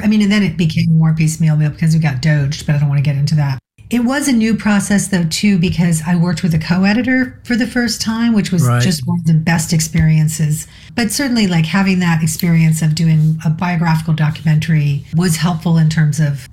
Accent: New York, United States; now in Richmond, United States; I'm a city girl. I'm from New York

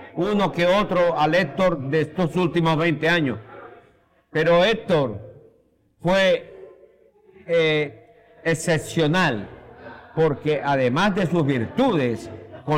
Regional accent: Venezuela; Soy venezolano, aunque me siento colombiano, me siento panameño, me siento de una rica.

